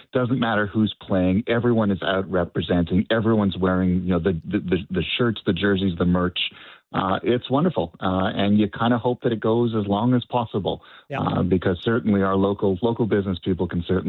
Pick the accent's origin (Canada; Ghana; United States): Canada; To be able to translate that into adulthood and kind of experience it as a Canadian, as a fan, it's wonderful.